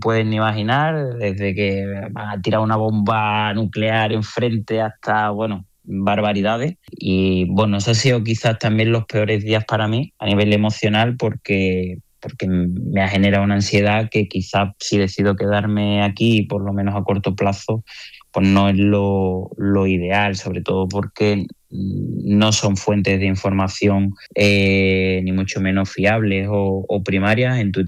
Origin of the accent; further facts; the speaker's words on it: Spain; moved away as an adult; now in United Arab Emirates; Como españoles, nosotros nos hemos criado desde bien pequeñitos con un modelo en los coles de educación física muy bueno